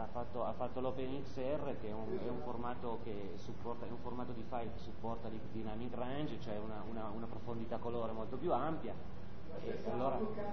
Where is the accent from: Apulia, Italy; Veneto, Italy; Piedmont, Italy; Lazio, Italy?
Piedmont, Italy; Turin; se siete di Torino io sono di Torino